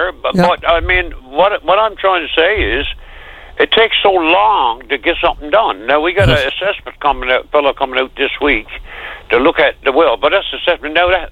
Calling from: New Harbour, Newfoundland and Labrador, Canada; I'm calling you from New Harbor here on Thorns Road.

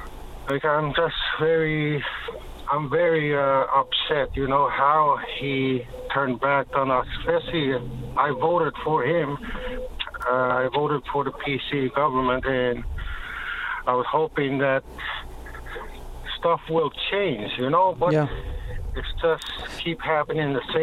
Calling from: Sheshatshiu, Newfoundland and Labrador, Canada

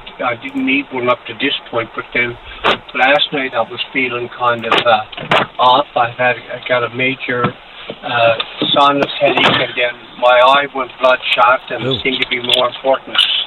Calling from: Flat Rock, Newfoundland and Labrador, Canada

